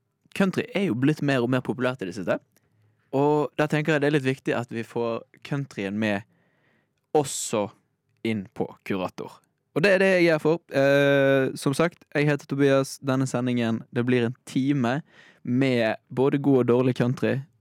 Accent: Bergen, Vestland, Norway; jeg er bergenser

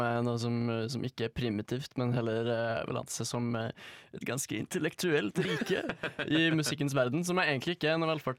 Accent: Trondheim, Trøndelag, Norway; Østbyen i Trondheim, der jeg er fra.

